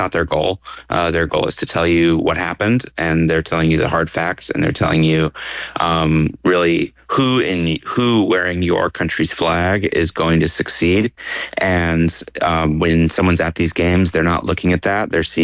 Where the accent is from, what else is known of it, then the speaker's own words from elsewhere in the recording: the South, United States; I grew up in the South and I was growing up with people that weren't even necessarily leaving the state.